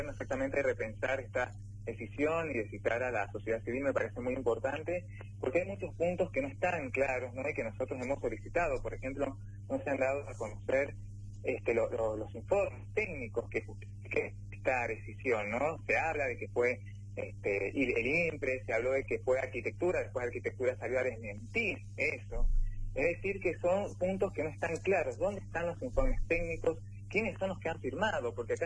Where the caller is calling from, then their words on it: San Juan, Argentina; Yo soy de San Juan, de la ciudad de San Juan.